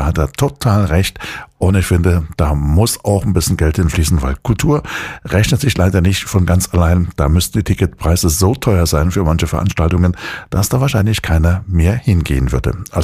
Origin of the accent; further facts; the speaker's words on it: Chemnitz, Saxony, Germany; Ich bin ja geborener Chemnitzer und meine Heimatstadt ist und bleibt Chemnitz immer noch.